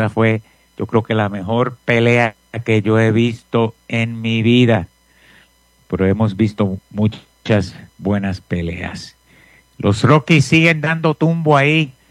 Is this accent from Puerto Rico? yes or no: yes; Puerto Rico; Denver, los mexicanos me vacilaban. Me decían, ¿dónde tú eres? ¿De Puerto Rico? Puerto Rico. Sí, ahí soy yo, de Puerto Rico.